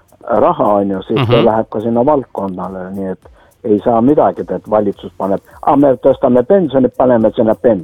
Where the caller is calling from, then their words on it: Tallinn, Harju County, Estonia; Tallinnast.